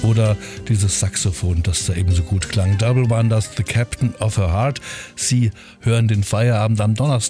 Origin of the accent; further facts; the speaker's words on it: Thuringia, Germany; born there; als geborener Thüringer